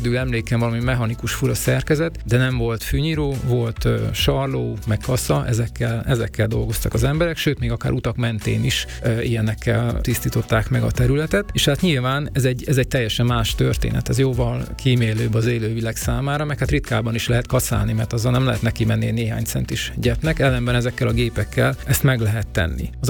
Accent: Debrecen, Hajdú-Bihar, Hungary; moved away; Én Debrecen egyik lakótelepén nőttem fel

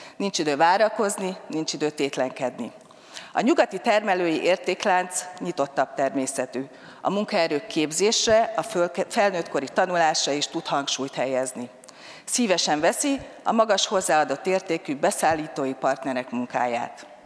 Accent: Hungary; Hiszem, hogy valódi értékteremtéssel, erős pozícióval, büszke magyarként állhatunk emelt fővel a világban.

